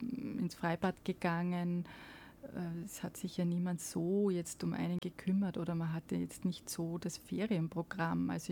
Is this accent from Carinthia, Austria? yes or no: no; Salzburg, Austria; Ja, ich bin sehr städtisch aufgewachsen, zwar in Salzburg, aber in dem dichtesten Stadtteil der Stadt in Lehn. Auch damals, in den 70er Jahren, sind ja viele junge Familien nach Lehn gezogen, auch meine Eltern.